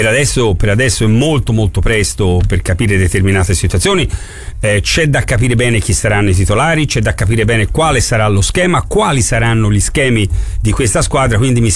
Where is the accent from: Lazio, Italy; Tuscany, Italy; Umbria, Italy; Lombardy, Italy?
Tuscany, Italy; Florence; perché sappiamo a Firenze come siamo fatti noi tifosi, e mi metto tra i tifosi.